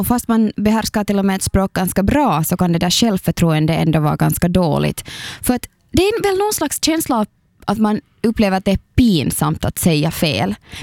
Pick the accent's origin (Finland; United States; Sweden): Finland; Men jag är enspråkigt svensk. Alltså mina båda föräldrar är svenskspråkiga, jag bara pratar svenska hemma. Så ändå kan jag uppleva att det är jättepinsamt om jag säger någonting fel på finska, för jag bor ju i Finland, jag borde kunna bättre.